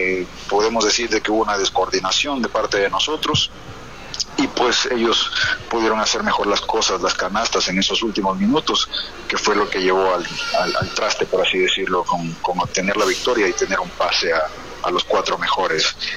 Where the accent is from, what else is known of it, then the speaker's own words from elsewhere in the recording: Quinindé, Esmeraldas, Ecuador; now in Sucumbíos, Ecuador; con un equipo de Quinindé, mi ciudad natal, compañeros que conozco de toda la vida